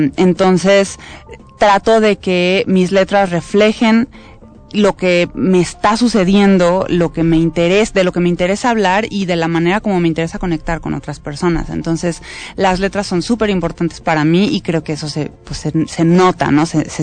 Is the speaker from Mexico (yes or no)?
yes; Guadalajara, Jalisco, Mexico; moved away; also born or lived in Mexico City; a pesar de que yo soy de Guadalajara, el sitio donde empecé a componer fue aquí en la Ciudad de México